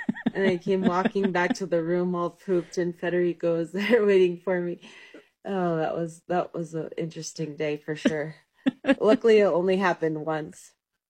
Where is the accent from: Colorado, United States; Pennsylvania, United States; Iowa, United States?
Colorado, United States; I grew up in Colorado. I was born to a ski shop owner named Buzz. I grew up basically with skis on my feet.